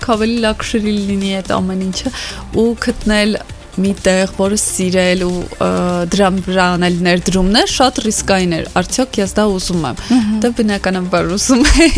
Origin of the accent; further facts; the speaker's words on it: Gyumri, Shirak, Armenia; դե ես Գյումրիում եմ ծնվել, մեծացել Գյումրիում, եմ դպրոց գնացել, հետո եկել եմ Երևան Գեղարվեստի ակադեմիայում ընդունվել